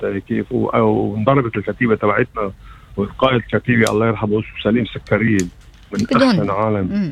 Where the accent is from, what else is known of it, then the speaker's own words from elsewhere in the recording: Lebanon; born there; moved away; يعني خلقت بلبنان أنا وإخواتي كلياتنا